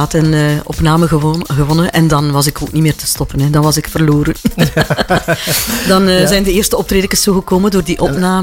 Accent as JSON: {"language": "Dutch", "town": "Wetteren", "region": "Flanders", "country": "Belgium", "said": "Ja, dat was eigenlijk lokaal. Hè. Ja. Dus in de eigen streek. Ik ben van Wetteren. Dus de mensen... er werd dan ook veel reclame gemaakt, omdat ik de zangeres van Wetteren..."}